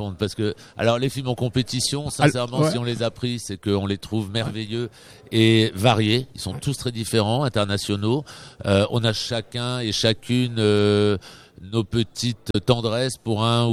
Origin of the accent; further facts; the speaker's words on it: Biarritz, Nouvelle-Aquitaine, France; j'ai grandi à Biarritz, que je suis basque. J'ai fait mes études ici, je suis allé au collège, au lycée, et c'est une ville, c'est ma ville, quoi. Je suis très très attaché à Biarritz et au Pays Basque.